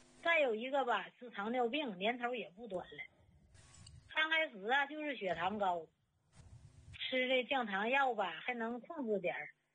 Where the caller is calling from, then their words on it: Changchun, Jilin, China; 我是吉林长春的。